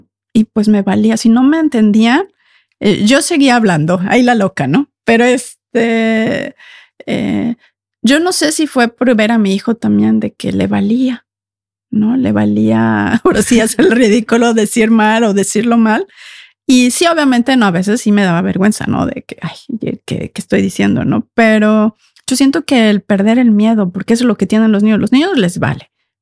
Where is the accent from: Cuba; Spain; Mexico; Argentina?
Mexico; mi idioma es el español. Si escuchan acento, soy mexicana y bueno, ya, continuamos.